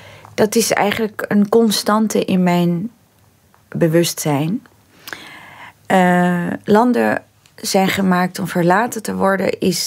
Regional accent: Netherlands; born there; Ik ben in Nederland geboren.

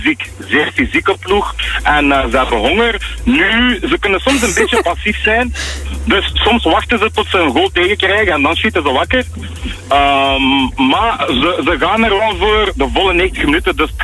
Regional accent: Belgium; als Belg zijnde

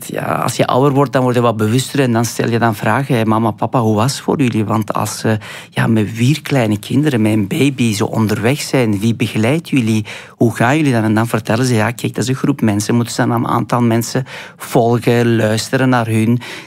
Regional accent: Afghanistan; Dutch is a second language; now in Belgium; Ja, natuurlijk. Ik ben in Afghanistan geboren, dus ik ben Belg onder.

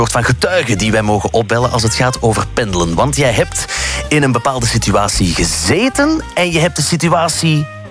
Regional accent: Belgium; wij zijn als Belgen blijkbaar Europees pendelkampioen.

